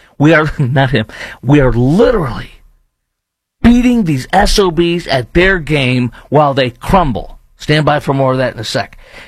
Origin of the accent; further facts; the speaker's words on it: Chicago, Illinois, United States; now in Dallas, United States; We fly into Chicago, where I'm from Dallas, Fort Worth, where I live.